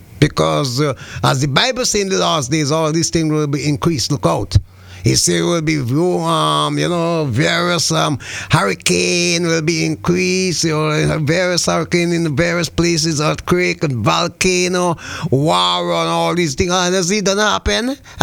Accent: St. Vincent & Grenadines; moved away; in St. Vincent, in my hometown

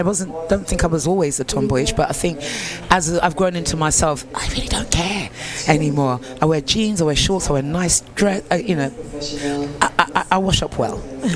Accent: England, United Kingdom; moved away; I grew up in England. I grew up in England, love.

